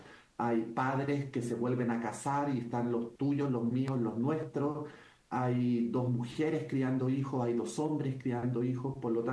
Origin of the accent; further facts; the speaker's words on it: Chile; also born or lived in Mexico / New York, United States / Puerto Rico / Miami, United States; now in Barcelona, Spain; A ver, soy un escritor chileno que ha vivido en muchos países. Viví muchos años en México, muchos años, de México, después me fui a Nueva York, de Nueva York me fui a vivir a Puerto Rico